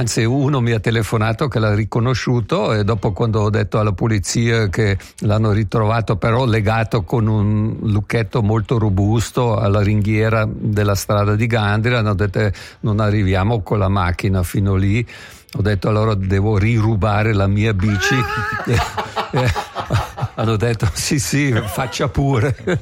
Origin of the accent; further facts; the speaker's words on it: Vienna, Austria; moved away; quando io incontro altri austriaci strada facendo e dico che sono di Vienna